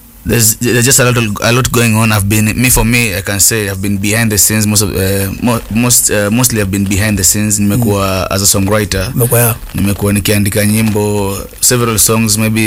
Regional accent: Mombasa, Mombasa County, Kenya; moved away as an adult; also born or lived in Thika; now in Nairobi, Kenya; I was born in Kisauni. I was raised there. I went to school there.

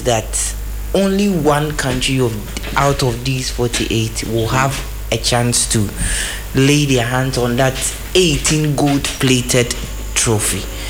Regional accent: Ghana; as a Ghanaian

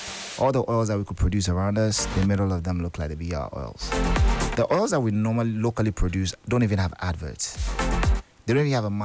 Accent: Volta, Ghana; When the new type of oils came to Ghana, because I come from the Volta region, you can do Yevunomi.

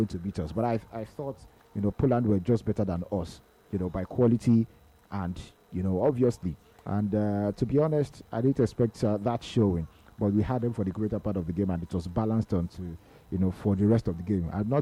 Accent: Nigeria; You can't be more Nigerian than I am

